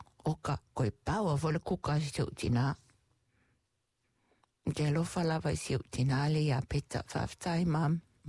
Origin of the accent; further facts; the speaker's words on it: Samoa; I grew up in Samoa with a whole lot of my brothers and sisters.